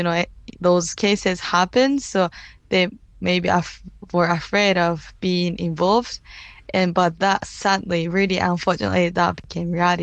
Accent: Okinawa, Japan; English is a second language; When I go to the park, we often like talked. I didn't speak English, but, you know, say hello. Military was there since I was born. But what my parents, also my family, told me that after the World War II, 1 in 4 citizens died during the World War II, Okinawa, Battle of Okinawa.

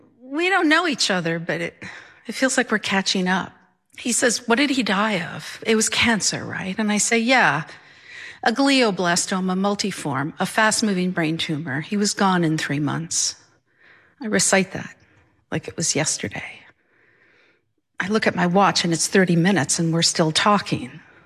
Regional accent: Montreal, Quebec, Canada; I'm from Montreal, Canada, and I'm a writer and a storyteller, and I work in communications.

